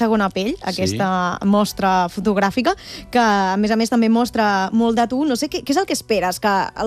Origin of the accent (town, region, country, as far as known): Caldes, Catalonia, Spain